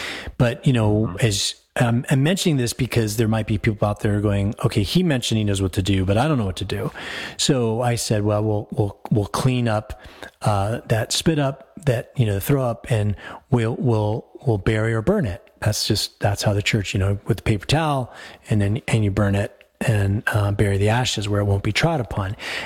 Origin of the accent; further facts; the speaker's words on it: Denver, Colorado, United States; born there; moved away; I went to high school in Aurora, Colorado. I lived in Denver, but I was bused over to a high school in Aurora.